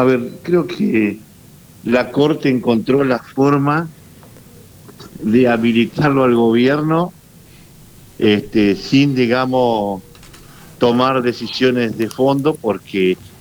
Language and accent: Spanish; Argentina; Yo como argentino también tengo derecho a pedir que no me jodan la soberanía.